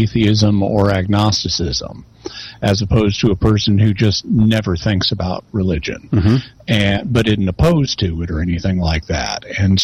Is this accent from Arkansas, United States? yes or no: yes; Arkansas, United States; I'm from Arkansas